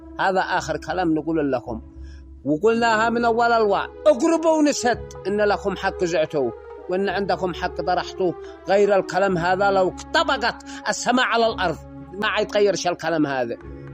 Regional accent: Yemen; احنا كشعب يمني حاضرين جاهزين مستعدين

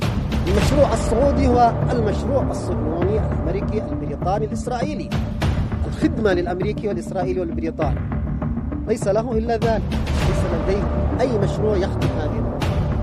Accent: Yemen; على شعبنا اليمني

